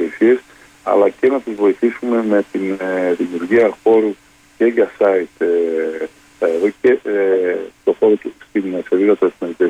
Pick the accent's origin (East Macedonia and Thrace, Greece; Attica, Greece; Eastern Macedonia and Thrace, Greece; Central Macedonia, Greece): Eastern Macedonia and Thrace, Greece; Kavala; θα μιλήσω και ως Καβαλιώτης.